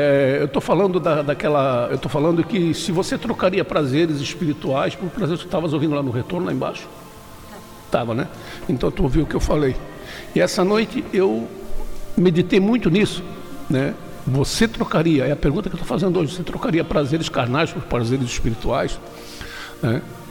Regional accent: Brazil; Lógico que nós somos brasileiros

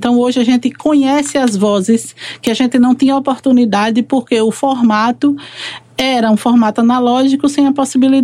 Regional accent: Sergipe, Brazil; A gente sente o nordestino, ele sempre saudade de casa no meio

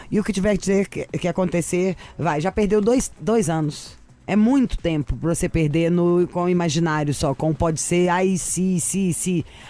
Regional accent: Brazil; Eu sou brasileira e não desisto nunca.

